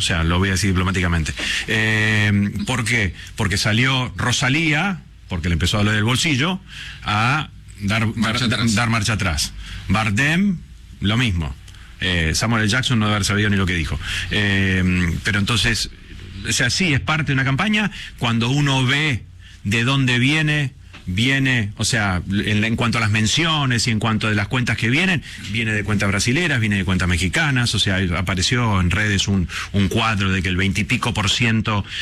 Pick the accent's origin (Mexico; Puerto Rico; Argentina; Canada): Argentina; todos hemos visto como argentinos una campaña que se diseminó rápidamente, principalmente por redes sociales, anti-Argentina, ¿no?